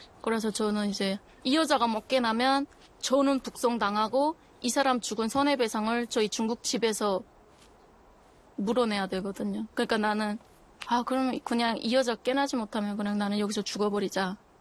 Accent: North Korea; moved away as an adult; also born or lived in China; now in South Korea; 나는 북한 사람이니까 호적이 없잖아요.

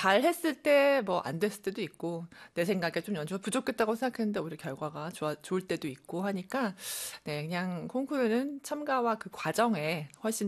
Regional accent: South Korea; 저는 어쨌든 한국 사람이니까

